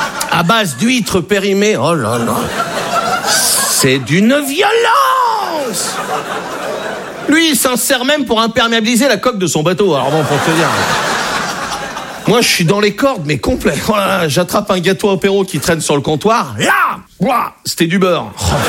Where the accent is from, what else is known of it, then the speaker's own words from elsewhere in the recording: Brittany, France; Je suis breton. Hein, moi, j'ai été accepté en Bretagne.